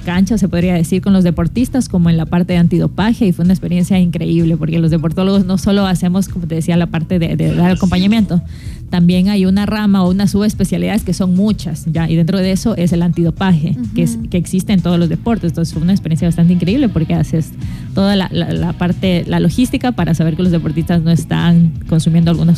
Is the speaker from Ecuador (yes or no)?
yes; Ecuador; now in Santo Domingo, Ecuador; Voy a hacer el Ironman de Ecuador, obviamente, porque quiero correr todos los años en mi país.